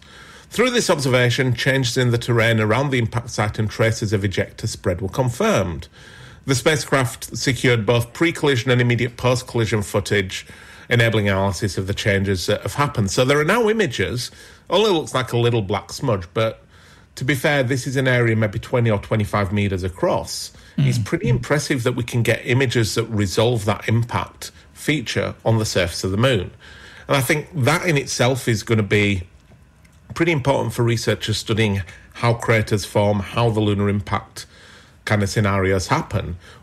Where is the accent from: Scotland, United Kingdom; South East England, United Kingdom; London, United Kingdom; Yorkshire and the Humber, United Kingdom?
Yorkshire and the Humber, United Kingdom; It's just like growing up in Yorkshire again.